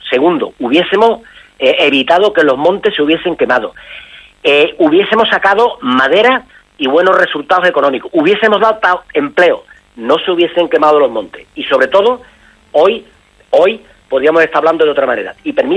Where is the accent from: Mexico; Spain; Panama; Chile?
Spain; Berrocal, Andalusia; yo soy berrocaleño. Y vivo en Berrocal, criado aquí.